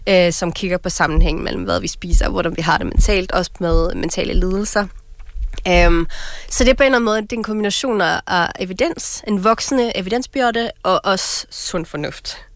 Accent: Norway; Danish is a second language; moved away as an adult; now in Denmark; jeg kommer oprindeligt fra Norge. Jeg har boet her i en 15 års tid

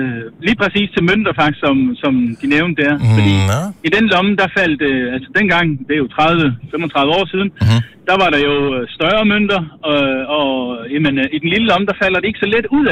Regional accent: Capital Region of Denmark, Denmark; Nu kommer jeg oprindeligt fra Bornholm, så er vi meget mere aktive.

